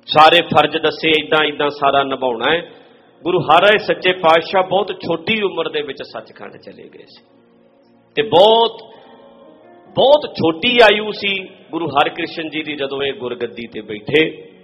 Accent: Punjab, India; ਅਸੀਂ ਪੰਜਾਬੀ ਹਾਂ, ਉਹ ਰਹਿਣਾ ਤੇ ਪੰਜਾਬੀ ਹੋਈ ਹੈ

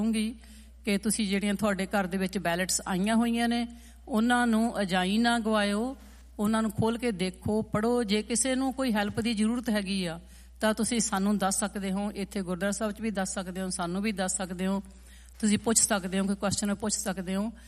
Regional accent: Punjab, India; moved away as an adult; ਦੇਖੋ, ਅਸੀਂ ਪੰਜਾਬ ਤੋਂ ਆਏ ਹਾਂ ਜਾਂ ਇੰਡੀਆ ਤੋਂ ਆਏ ਹਾਂ, ਕਿਤੋਂ ਵੀ, ਅਸੀਂ ਇੱਕ ਵਧੀਆ ਸਿਸਟਮ ਦੇ ਵਿੱਚ ਜਿਉਣ ਦੇ ਲਈ, ਵਧੀਆ ਜ਼ਿੰਦਗੀ ਜਿਉਣ ਦੇ ਲਈ ਅਸੀਂ ਇੱਥੇ ਆਏ ਹਾਂ।

